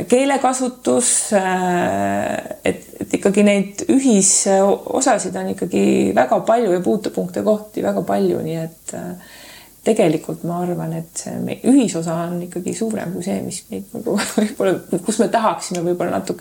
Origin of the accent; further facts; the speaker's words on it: Saare County, Estonia